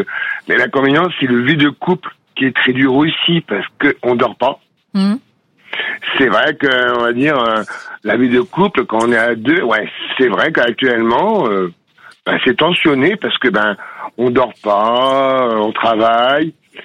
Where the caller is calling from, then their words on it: Hauts-de-France, France; De Chivreval, en Picardie, à côté de Soissons.